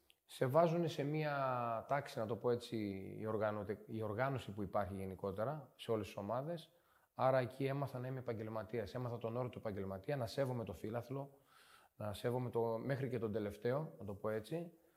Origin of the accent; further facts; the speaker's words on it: Strymoniko, Central Macedonia, Greece; Στο χωριό μου, στο Στριμονικό, μέχρι τα 16 μου. Εκεί ξεκίνησα, από μικρό παιδάκι.